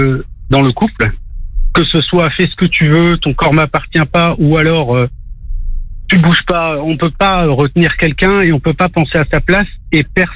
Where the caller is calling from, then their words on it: Lille, Hauts-de-France, France; J'habite à Lille, mais je travaille beaucoup à Paris.